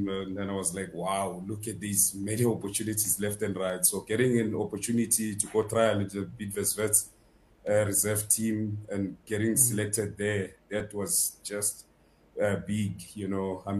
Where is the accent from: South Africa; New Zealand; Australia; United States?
South Africa; Mbombela, Mpumalanga; moved away as an adult; also born or lived in Komatipoort / Gauteng; Mbombela is home. I was born in Komazi and grew up in Mbombela.